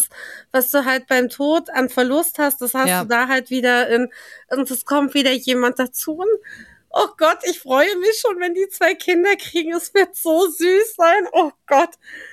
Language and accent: German; East Germany, Germany; ich bin halt doch eine Ostdeutsche.